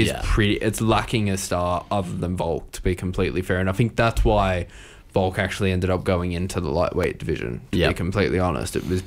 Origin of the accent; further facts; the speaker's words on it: Australia; As an Australian, obviously, we back him all the way.